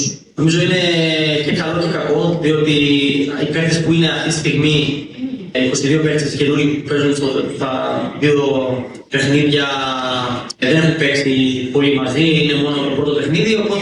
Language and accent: Greek; Northern Greece, Greece; εγώ σαν παιδί της Βόρειου Ελλάδας είμαι πάρα πολύ χαρούμενος. Παίζω σχετικά στα μέρη μου.